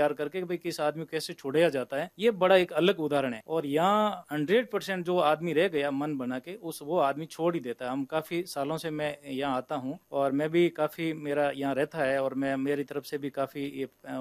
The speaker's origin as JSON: {"language": "Hindi", "area": "Jodhpur district", "region": "Rajasthan", "country": "India", "tie": "born there", "moved": "yes", "lives_now": "Jodhpur, India", "said": "मेरा गाँव शिली पड़ता, छोटा ही गाँव है, जोधपुर जिले का लास्ट गाँव पड़ता है और नागौर का बॉर्डर लगता है हमारा।"}